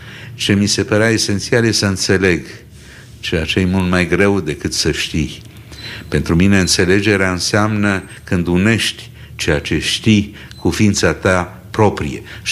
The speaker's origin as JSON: {"language": "Romanian", "town": "Ploiești", "region": "Prahova", "country": "Romania", "tie": "born or raised there", "also_born_or_lived": "Paris", "moved": "as an adult", "said": "m-am născut în 42 la Ploiești, în condițiile deci ale războiului"}